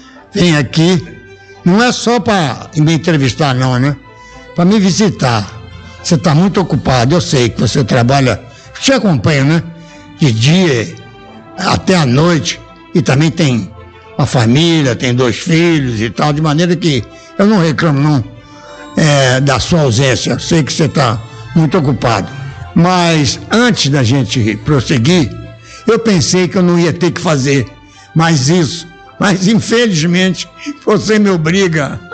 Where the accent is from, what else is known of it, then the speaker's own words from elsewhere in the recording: Rio de Janeiro, Brazil; moved away; Olha, eu estava na minha terra, no Rio de Janeiro, com 15 anos de idade.